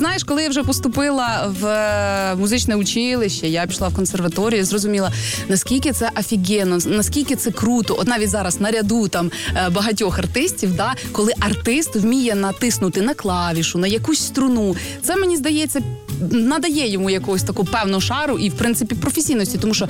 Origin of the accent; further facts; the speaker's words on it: Kaniv, Cherkasy Oblast, Ukraine; На той момент, я родом з Канєва, там не було вокального відділу.